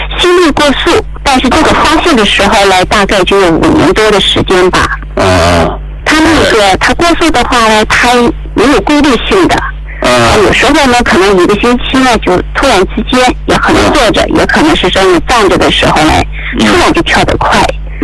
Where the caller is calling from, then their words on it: Yantai, Shandong, China; 我是来自山东烟台的